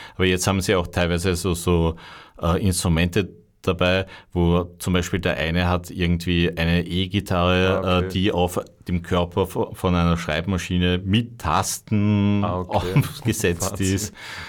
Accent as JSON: {"language": "German", "region": "Vienna", "country": "Austria", "tie": "born or raised there", "said": "Genau, im 19., wo ich aufgewachsen bin"}